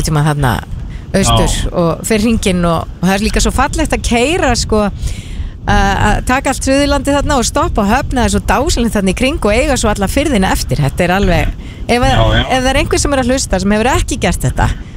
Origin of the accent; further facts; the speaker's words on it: Garðabær, Capital Region, Iceland; ég er náttúrulega bara úr Garðabænum